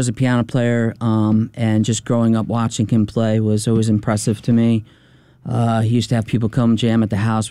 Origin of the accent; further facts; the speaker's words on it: Sparta, New Jersey, United States; I grew up in Sparta, New Jersey.